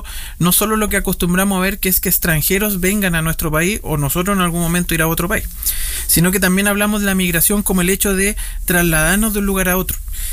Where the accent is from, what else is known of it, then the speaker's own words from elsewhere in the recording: Cauquenes, Maule, Chile; como cauqueninos en este caso, pero como chilenos, como nacionalidad